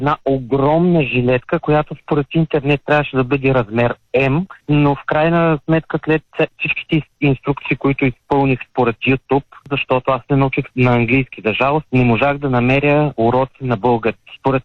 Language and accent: Bulgarian; Ruse, Ruse Province, Bulgaria; born or raised there